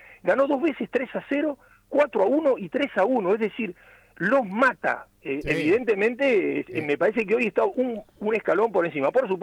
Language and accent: Spanish; Argentina; somos todos argentinos